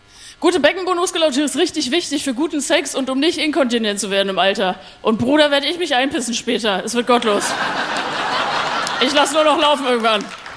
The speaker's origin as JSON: {"language": "German", "town": "Munich", "region": "Bavaria", "country": "Germany", "said": "Ich komme aus München, ich habe aber peruanische Wurzeln. Das heißt, ich bin Latina."}